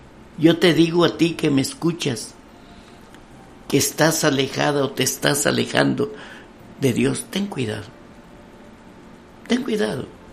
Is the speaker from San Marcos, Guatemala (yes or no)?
yes; San Marcos, Guatemala; Yo soy de San Marcos.